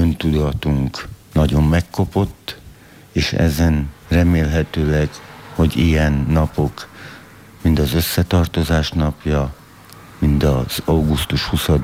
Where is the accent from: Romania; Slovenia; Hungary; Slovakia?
Slovenia; Prekmurje; nagyon büszkék lehetünk arra, hogy muravidékiek vagyunk, és hogy muravidéki magyarok vagyunk.